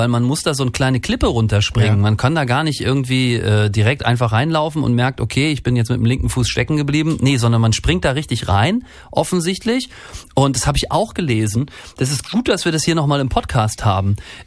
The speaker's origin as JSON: {"language": "German", "region": "Northern Germany", "country": "Germany", "said": "Ich komme ja aus dem Norden, das gab's aber bei uns auch nicht, aber so Moor."}